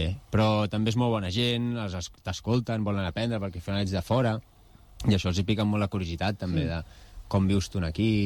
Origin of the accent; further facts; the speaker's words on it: Badalona, Catalonia, Spain; perquè al final jo sí que sóc de Badalona, però mai havia treballat a Badalona.